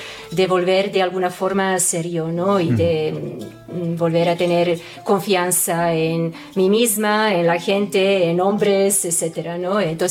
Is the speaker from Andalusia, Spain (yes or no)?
no; Canary Islands, Spain; moved away; Bueno, pues mi idea inicial cuando me fui de Canarias a Sudáfrica fue de quedarme por lo menos 2-3 años.